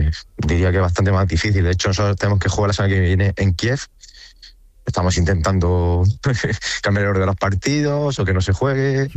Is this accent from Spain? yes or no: yes; Spain; Hay cinco, somos 5 españoles en el cuerpo técnico también